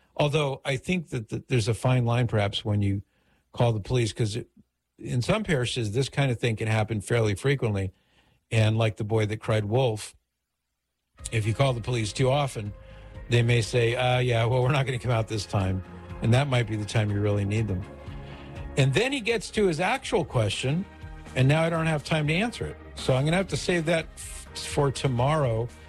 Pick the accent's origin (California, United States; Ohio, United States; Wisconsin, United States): California, United States; Mission Viejo; And that's just down the street from where I grew up in Mission Viejo